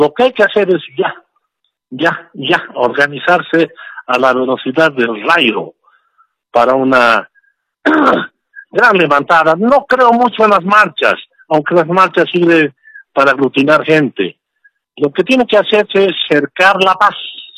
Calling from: El Alto, La Paz, Bolivia; te hablo del Alto.

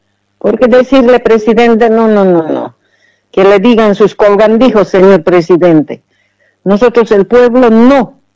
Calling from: Montero, Santa Cruz, Bolivia; le hablo de Montero

